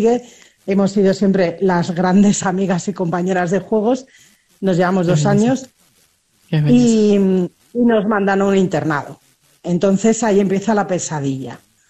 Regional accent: Spain; born there; yo nací en una familia muy católica en España, como podéis ver por mi acento, en el año 64. Claro. Tengo 62 años.

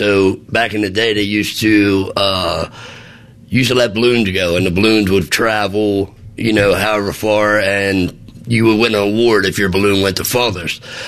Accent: Pasadena, Maryland, United States; I grew up here in Maryland, Pasadena, when I was younger. We were kind of poor, single household, struggling family. It was me, my mom, and my brother.

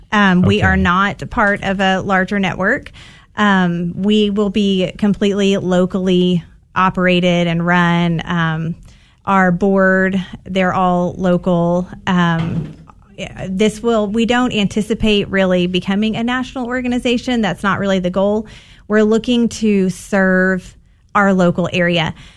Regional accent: Texas, United States; I'm from East Texas. I didn't know anybody that was homeschooled

